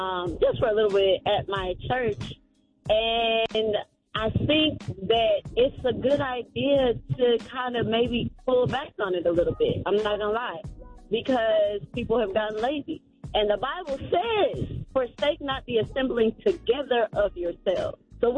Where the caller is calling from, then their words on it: Atlanta, Georgia, United States; I'm coming from Atlanta, Georgia.